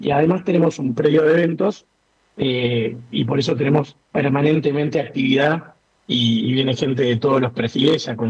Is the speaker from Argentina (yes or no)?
yes; Buenos Aires, Argentina; primero como porteños o como Ciudad de Buenos Aires